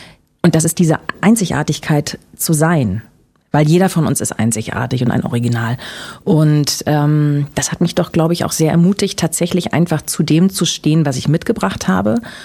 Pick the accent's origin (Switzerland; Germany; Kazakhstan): Germany; Berlin; Weißt du, ich bin ja Berliner.